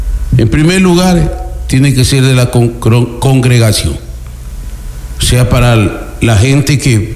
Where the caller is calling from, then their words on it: Santa Elena, Ecuador; aquí en la provincia de Santa Elena